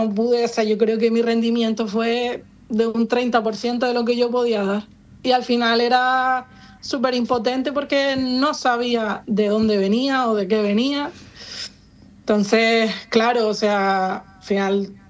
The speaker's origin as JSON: {"language": "Spanish", "area": "Lanzarote", "region": "Canary Islands", "country": "Spain", "said": "Yo soy de Lanzarote"}